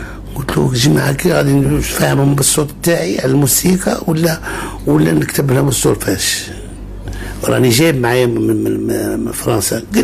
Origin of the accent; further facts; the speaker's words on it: West, Algeria; Même chez moi, j'ai trouvé des difficultés parce que nous, les gens de l'Ouest, on a notre langue, notre dialecte qui est différent de l'autre côt